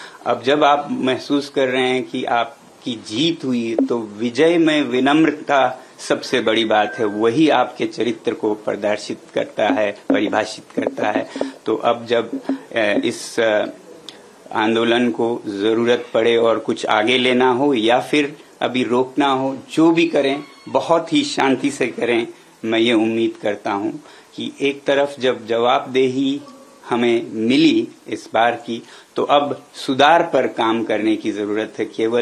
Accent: Ladakh, India; मैं लद्दाख से हूं और एक पर्यावरण कर्मी हूं, एनवायरमेंटलिस्ट हूं

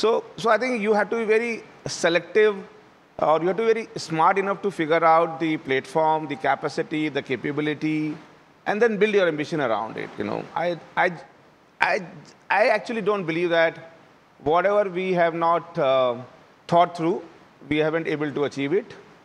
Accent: Rajasthan, India; I am from Rajasthan, right? And Rajasthan population is close to 8 crore. I'd done a business there for 20 years, from 96 to 2016 as NBFC.

